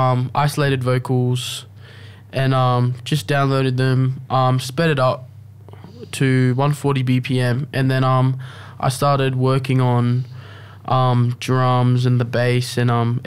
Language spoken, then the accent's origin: English; Melbourne, Victoria, Australia; I grew up in Melbourne